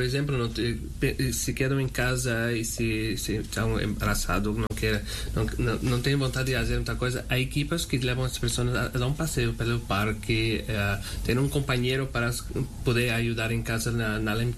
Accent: Portugal; Spanish is a second language; now in Amsterdam, Netherlands; por ejemplo, en Portugal, yo soy portugués, no soy español, no hay estas cosas.

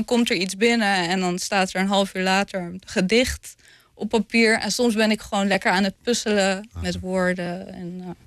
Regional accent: Lelystad, Flevoland, Netherlands; Ik ben een Lelystedeling.

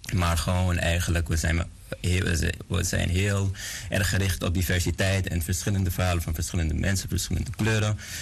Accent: Suriname; moved away as an adult; now in Netherlands; Ik geboren getogen in Suriname. 18-jarige leeftijd naar Nederland gekomen om te studeren.

